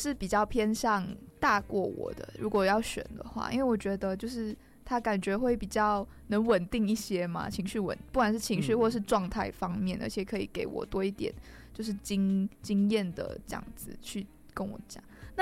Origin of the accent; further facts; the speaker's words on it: Malaysia; 因为我是马来西亚人嘛，然后其实马来西亚人也是蛮迷信的，就是我们这些宗教这些都是有的